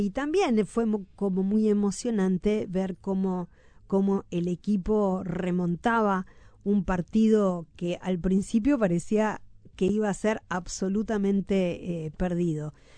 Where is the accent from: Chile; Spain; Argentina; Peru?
Argentina; Buenos Aires; now in Uruguay; mis orígenes son de la orilla de enfrente, soy argentina. Más que argentina, soy de Villa Urquiza, lo cual es parecido, pero diferente.